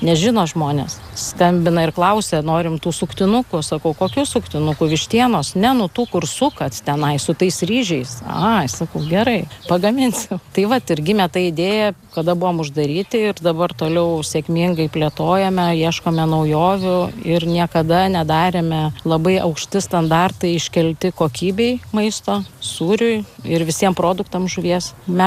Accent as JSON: {"language": "Lithuanian", "town": "Kaunas", "region": "Kaunas County", "country": "Lithuania", "moved": "yes", "lives_now": "Josvainiai, Lithuania", "said": "Šiaip esu pati kaunietė, vyras kilęs iš čia, iš Josvainių"}